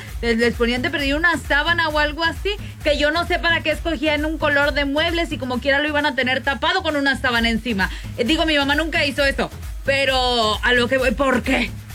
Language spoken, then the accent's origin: Spanish; Mexico; Cositas que todos tenemos como buenos mexicanos en casita.